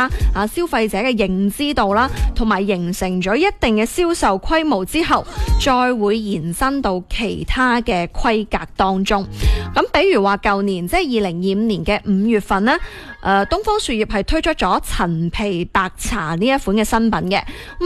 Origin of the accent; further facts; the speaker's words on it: Guangdong, China; 我哋广东人